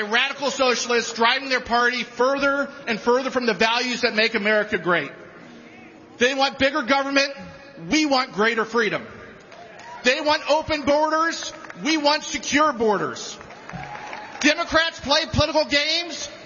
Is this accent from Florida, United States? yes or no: yes; Florida, United States; I want to give a big shout out to my home state of Florida. Let's hear it for Florida.